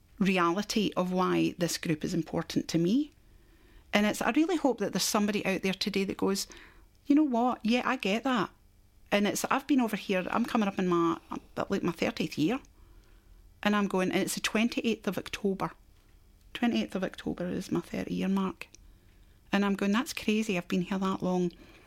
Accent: Scotland, United Kingdom; moved away as an adult; now in Australia

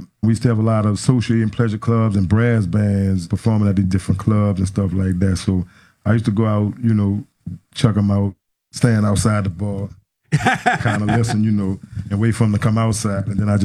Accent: New Orleans, Louisiana, United States; We all was born and raised in the Treme.

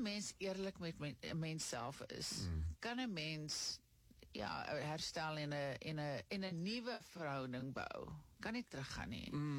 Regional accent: Johannesburg, Gauteng, South Africa; born there; also born or lived in Cape Town; Ja, ek is hier in Johannesburg gebore

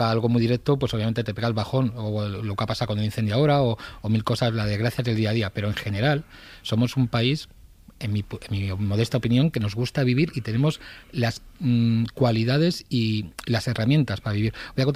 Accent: Spain; yo valoro mucho mi país y me considero español, pero sobre todo lo he valorado cuando he estado en otros países

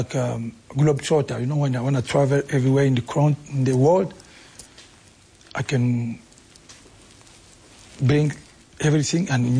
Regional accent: Kinshasa, DR Congo; English is a second language; I never speak Swahili when I grew up in Kinshasa. I speak just Lingala, mm-hmm.

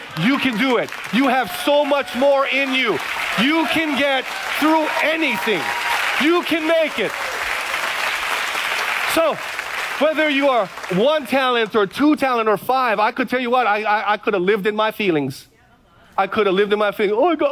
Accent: Hawaii, United States; now in Kaneohe, United States; I like rain. I'm from the Big Island, FBI. Kaneohe, I'm in Kaneohe, get plenty of rain.

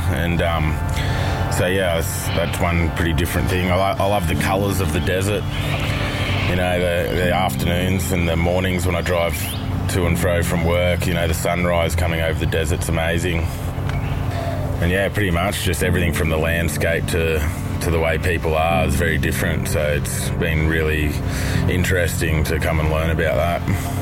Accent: Maxville, New South Wales, Australia; born there; I was born in Maxville in New South Wales on the East Coast.

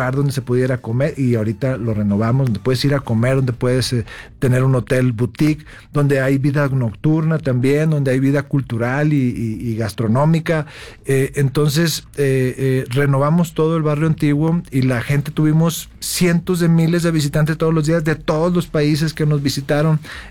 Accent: Nuevo León, Mexico; Soy de Nuevo León, por supuesto.

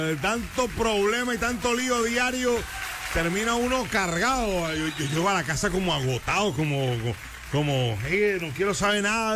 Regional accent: Barranquilla, Atlántico, Colombia; Y resalta la jerga, el dialecto de nosotros, los barranquilleros, palabras muy, muy, muy, muy barranquilleras

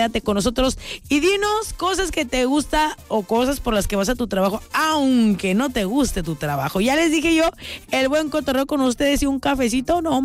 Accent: Salina Cruz, Oaxaca, Mexico; Dice, por aquí es correcto, chula, es la bella Cenicienta del Pacífico, mi ciudad natal.

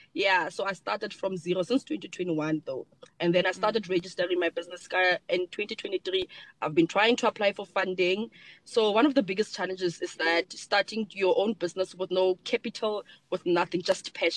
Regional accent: Kuruman, Northern Cape, South Africa; I'm a 27-year-old based in Guruman, born and bred in Guruman.

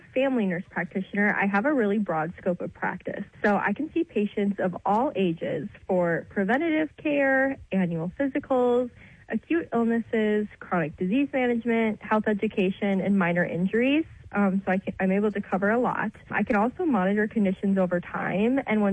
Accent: Hibbing, Minnesota, United States; I'm originally from Hibbing.

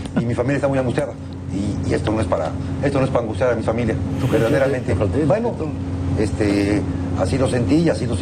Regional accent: Puebla, Mexico; de poblano a poblano se lo digo. Y así somos los poblanos.

